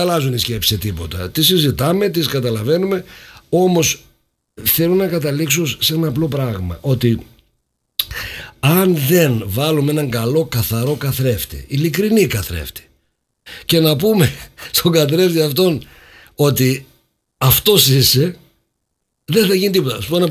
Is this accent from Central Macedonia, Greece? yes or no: yes; Serres, Central Macedonia, Greece; moved away; Και εγώ είμαι Μακεδόνας. Γεννήθηκα στις Σέρες. Οι γονείς μου είναι από διάφορα άλλα μέρη της Ελλάδας